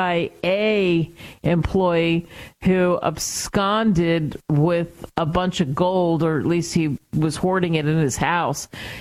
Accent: Pennsylvania, United States; I grew up outside the Philly area, but I'm a huge hockey nut.

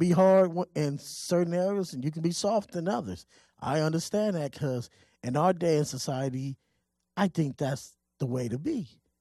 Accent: Pomona, California, United States; I have to give a shout out to the brother that was from my hometown of Pomona that went out in space.

